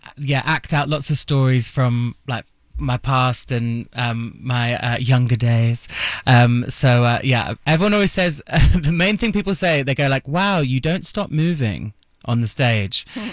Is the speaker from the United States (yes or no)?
no; United Kingdom; accent: British; So I'm really working on just not on keeping the British accent.